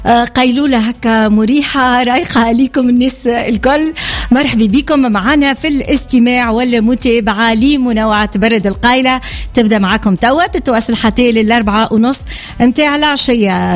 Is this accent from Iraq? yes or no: no; Tunisia